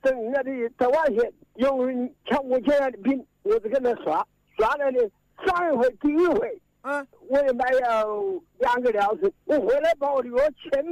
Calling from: Hanchuan, Hubei, China; 我是汉川麻河。

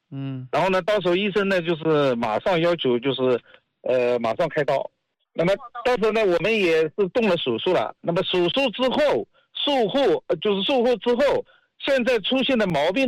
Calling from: Huzhou, Zhejiang, China; 我是浙江湖州的。

